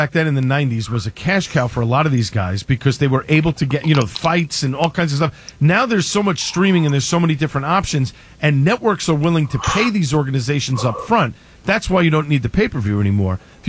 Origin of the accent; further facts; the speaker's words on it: New York, United States; Growing up in New York, I was actually a Laker fan and still am a Laker fan.